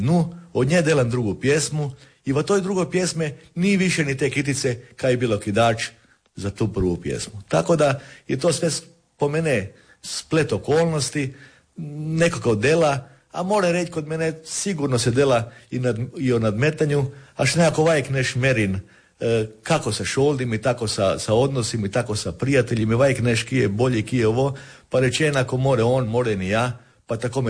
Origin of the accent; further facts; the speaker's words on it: Kostrena, Primorje-Gorski Kotar County, Croatia; Ja sam rođen i živjel v Kostrene i sad živim, ali v jednoj drugoj. V finoj Kostrene, kaj je danas Sveta Barbara. To je Kostrene kada je sad Ina i moje rodno selo je tako reći zrušeno, 50 kuće zrušeno kada je tamo se Ina širila